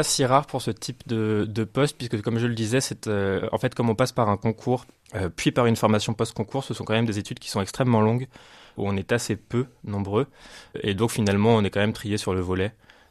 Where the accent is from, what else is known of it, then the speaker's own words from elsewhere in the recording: Paris, Île-de-France, France; J'ai grandi à Paris